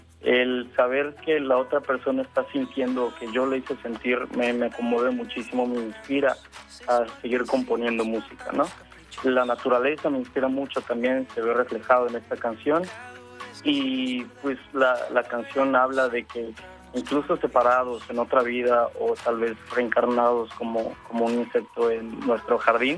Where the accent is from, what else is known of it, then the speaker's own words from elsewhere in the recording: Ciudad del Carmen, Campeche, Mexico; Ciudad del Carmen, que es mi tierra natal